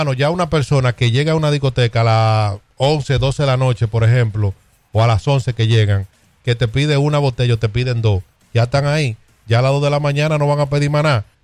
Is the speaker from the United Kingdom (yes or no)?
no; Licey al Medio, Santiago, Dominican Republic; now in Providence, United States; allá de donde yo soy, en el campo, en Licey, Las Palomas